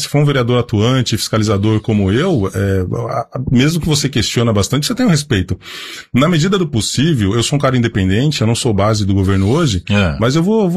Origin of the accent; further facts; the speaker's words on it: Sorocaba, São Paulo, Brazil; Eu sou da Zona Norte, ali no Jardim Novo Horizonte. Mas eu não sou um cara bairrista.